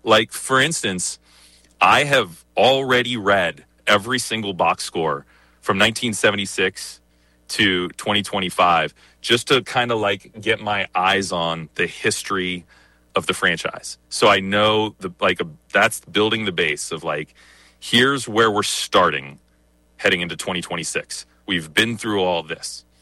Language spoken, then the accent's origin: English; Centerburg, Ohio, United States; moved away as an adult; now in Tampa, United States; we grew up in Ohio